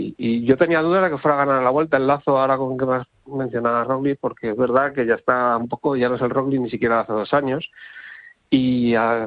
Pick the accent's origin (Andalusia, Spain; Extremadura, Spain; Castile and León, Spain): Castile and León, Spain; Segovia